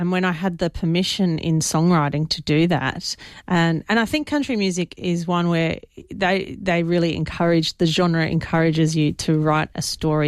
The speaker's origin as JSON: {"language": "English", "town": "Mascot", "region": "New South Wales", "country": "Australia"}